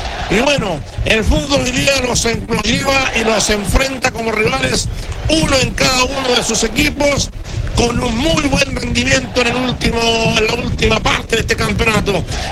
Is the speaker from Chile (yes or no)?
yes; Chile